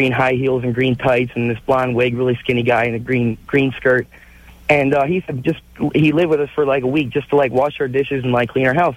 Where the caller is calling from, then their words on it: Chicago, Illinois, United States; I'm calling from Chicago. Illinois.